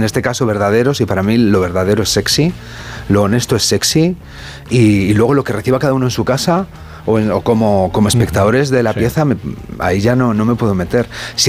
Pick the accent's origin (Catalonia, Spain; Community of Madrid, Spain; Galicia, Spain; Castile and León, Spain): Castile and León, Spain; Valladolid; yo soy castellano, sí. De Valladolid.